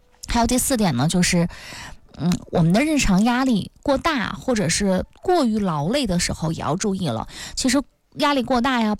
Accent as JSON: {"language": "Chinese", "region": "Northeast China", "country": "China", "said": "因为我们东北人话说就是激着了啊"}